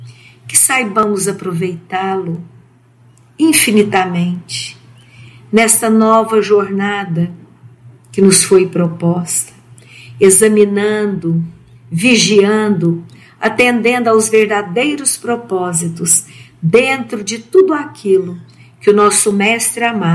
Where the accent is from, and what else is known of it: Uberlândia, Minas Gerais, Brazil